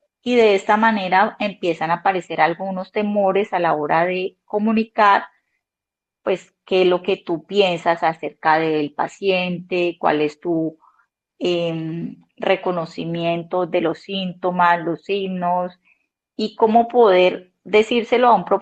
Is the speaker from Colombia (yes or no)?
yes; Buenaventura, Valle del Cauca, Colombia; now in Cali, Colombia; Entonces, yo soy de Buenaventura, vine acá a Cali a estudiar la universidad.